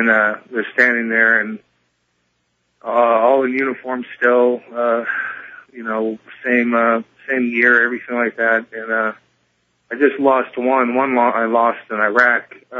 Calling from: Tacoma, Washington, United States; from Tacoma.

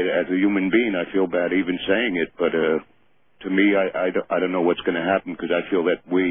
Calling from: Suffern, New York, United States; from Suffern, New York

